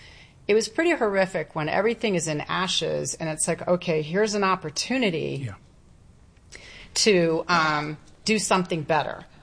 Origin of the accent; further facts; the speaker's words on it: Florida, United States; Growing up in South Florida